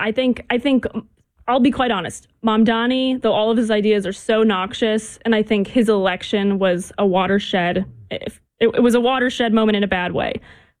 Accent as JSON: {"language": "English", "region": "Florida", "country": "United States", "tie": "born or raised there", "said": "My home state is Florida"}